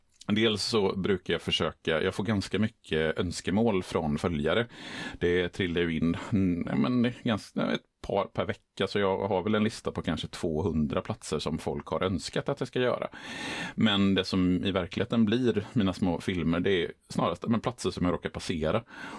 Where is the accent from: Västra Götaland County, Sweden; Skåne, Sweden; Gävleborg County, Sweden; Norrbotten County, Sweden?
Västra Götaland County, Sweden; Borås; moved away as an adult; now in Gothenburg, Sweden; Jag är ju från början inte från Göteborg, utan jag är ju uppvuxen i Borås och flyttade till Göteborg när jag skulle börja plugga här i Göteborg och har nu bott i Göteborg i, ja men nu började närma sig 30 år